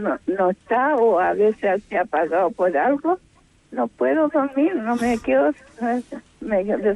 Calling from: Ñuñoa, Santiago Metropolitan Region, Chile; Yo vivo en Ñuñoa

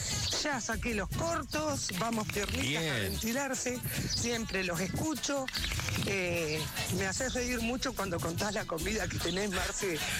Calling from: Las Flores, Buenos Aires Province, Argentina; Estoy en la ciudad de Las Flores, provincia de Buenos Aires.

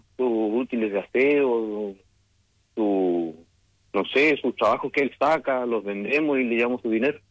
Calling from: Cochrane, Aysén, Chile; somos de Cochrane nosotros

